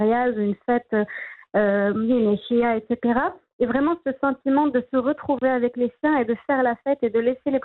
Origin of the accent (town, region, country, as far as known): Morocco